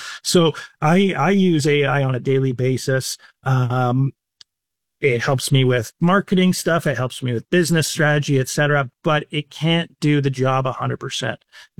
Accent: Kelowna, British Columbia, Canada; now in Victoria, Canada; I'm based in Victoria, but I travel a lot. I'm from Kelowna originally.

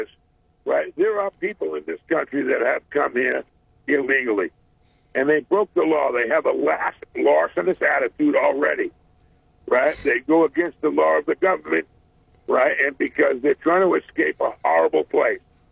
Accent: United States

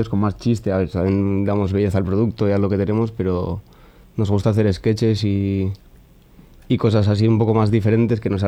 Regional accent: San Sebastián, Basque Country, Spain; now in Bilbao, Spain

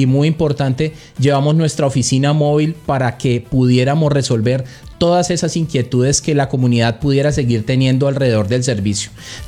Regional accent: Cali, Valle del Cauca, Colombia; también como caleños, como una empresa caleña

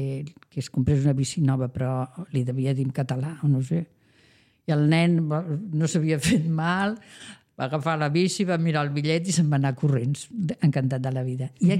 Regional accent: Santa Maria de Palautordera, Catalonia, Spain; first language Spanish; Catalan is a second language; now in Menorca, Spain; per Palautordera, que és d'on sóc jo, i com que tinc moltíssima família i tinc molts amics allà

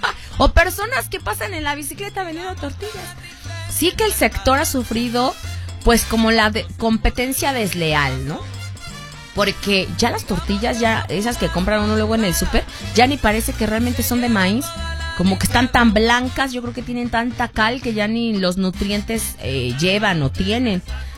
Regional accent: Mexico; sí, a mí me encantan los taquitos, como buena mexicana.

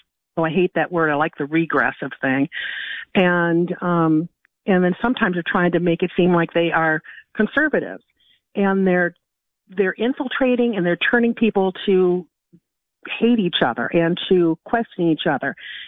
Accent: Minnesota, United States; now in Nebraska, United States; I'm actually left from Minnesota, is where I grew up. And I am kind of a George Floyd and COVID refugee.

